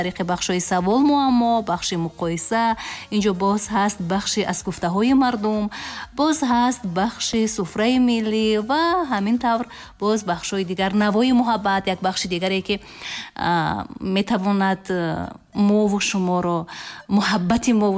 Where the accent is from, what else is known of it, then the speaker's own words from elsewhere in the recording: Tajikistan; پاشی دارد در وطن عزیز ما تاجیکستان.